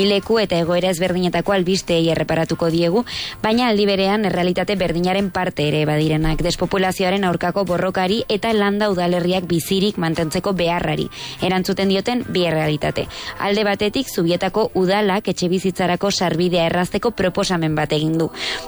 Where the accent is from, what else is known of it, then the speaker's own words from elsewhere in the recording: Elzaburu, Navarre, Spain; born there; nire herrian Eltzaburun